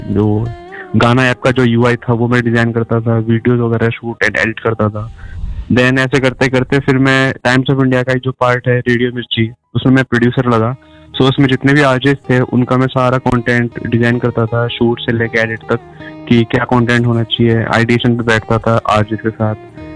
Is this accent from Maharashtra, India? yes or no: no; Faridabad, Haryana, India; और मैं फरीदाबाद का रहने वाला हूँ